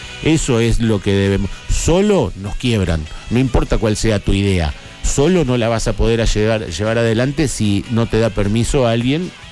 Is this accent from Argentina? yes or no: yes; Argentina; yo soy más argentino que nunca